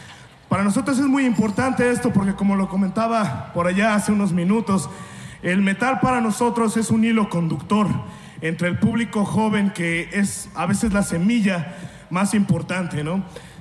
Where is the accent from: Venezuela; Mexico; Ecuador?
Mexico; Cuautitlán Izcalli, State of Mexico; Venimos de Cuautitlán Izcalli, Estado de México.